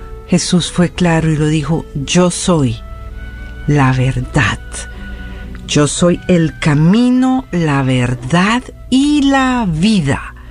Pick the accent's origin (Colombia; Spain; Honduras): Colombia; colombiana